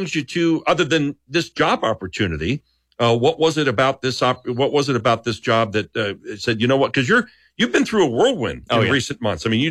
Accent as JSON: {"language": "English", "region": "Pennsylvania", "country": "United States", "tie": "born or raised there", "said": "Well, just so you know, I grew up back in Pennsylvania, so I'm a Phillies fan."}